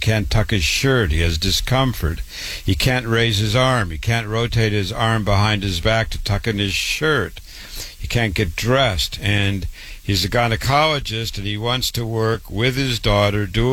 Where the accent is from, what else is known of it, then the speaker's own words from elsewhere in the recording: Waterloo, Iowa, United States; now in New York, United States; I was born and raised in Waterloo, Iowa, MD at 25